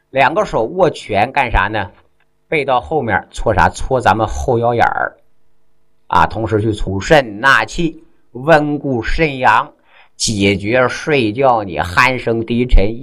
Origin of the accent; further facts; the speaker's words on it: China; 这可是完全出自于我们中国人自己老祖宗的智慧啊。